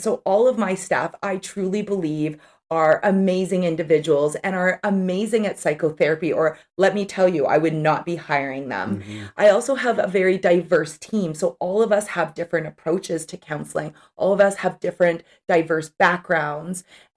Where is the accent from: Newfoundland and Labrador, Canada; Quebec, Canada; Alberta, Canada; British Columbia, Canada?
British Columbia, Canada; North Vancouver; despite growing up in North Vancouver